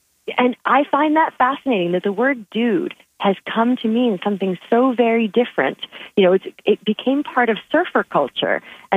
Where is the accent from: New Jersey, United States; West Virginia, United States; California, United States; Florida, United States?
Florida, United States; Key West; I grew up in Key West in Florida, and you only would ever wear shorts. You only would ever wear flip-flops. You were so informal.